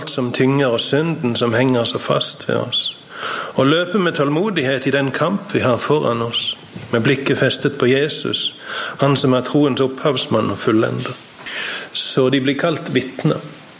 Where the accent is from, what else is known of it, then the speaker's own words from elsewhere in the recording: Sokndal, Rogaland, Norway; moved away as an adult; also born or lived in Indonesia; now in Stavanger, Norway; Så kommer jeg opprinnelig fra Sokndal.